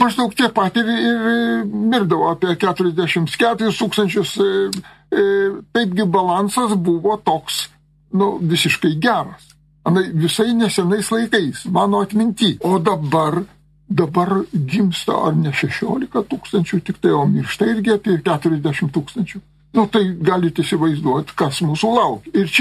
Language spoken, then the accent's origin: Lithuanian; Zarasai District, Utena County, Lithuania; moved away; Bet aš prisimenu ir savo kaimą, kur po 5-6 vaikus turėjo, buvo sodybose ir į mokyklą mes iš kaimo eidavom pulkas vaikų į Zarasų rajone, Degučiuose buvo mano mokykla ir iš mūsų kaimo 4 kilometrus mes būrių vaikai eidavom.